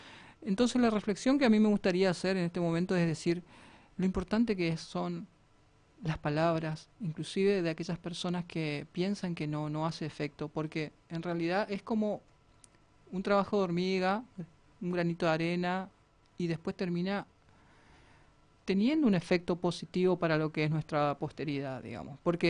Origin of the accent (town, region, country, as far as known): Argentina